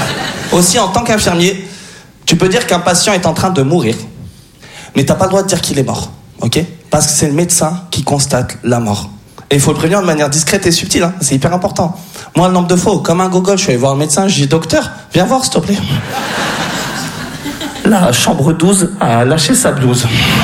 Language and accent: French; France; Je suis français d'origine tunisienne. Parce qu'en fait, ma mère est française